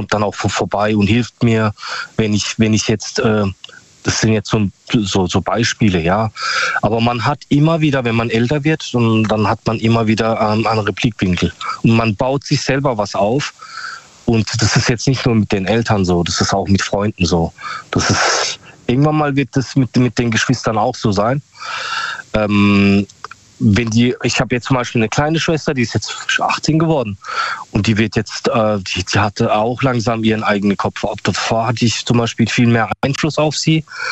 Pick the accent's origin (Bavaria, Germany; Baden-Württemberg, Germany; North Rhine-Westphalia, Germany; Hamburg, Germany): Baden-Württemberg, Germany; Karlsruhe; Ich komme aus Karlsruhe.